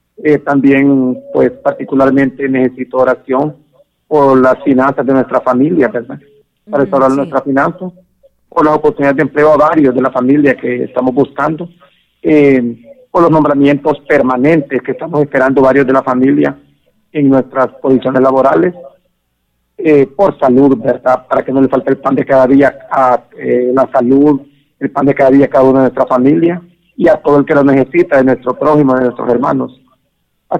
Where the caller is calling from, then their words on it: La Paz, Honduras; le llamo de la ciudad de La Paz.